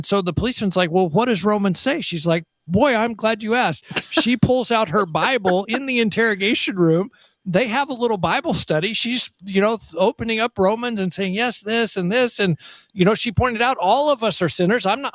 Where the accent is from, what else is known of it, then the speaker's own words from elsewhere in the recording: United States; For us as American believers